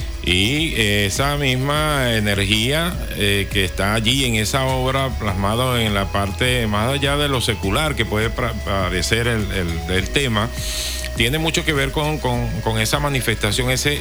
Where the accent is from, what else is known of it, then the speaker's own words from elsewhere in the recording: Venezuela; Nosotros como venezolanos